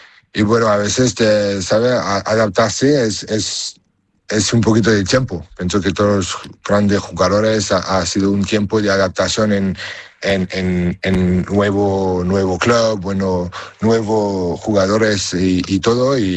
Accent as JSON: {"language": "Spanish", "country": "France", "said": "Amigos, pero soy francés."}